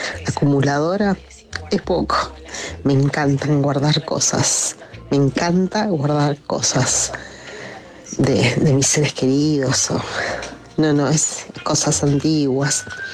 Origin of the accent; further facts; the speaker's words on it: Mansilla, Entre Ríos, Argentina; now in Villa de Tina, Argentina; buenas noches. … soy de Mansilla, Entre Ríos, pero en este momento estoy en Villa de Tina, Buenos Aires.